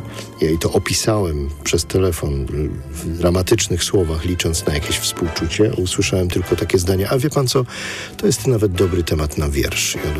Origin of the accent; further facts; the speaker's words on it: Kraków, Lesser Poland, Poland; ja przypomnę, że jestem z Krakowa